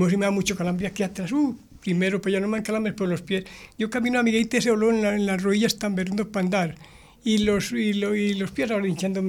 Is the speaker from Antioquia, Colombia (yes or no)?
yes; Don Matías, Antioquia, Colombia; Vengo de la Don Matías.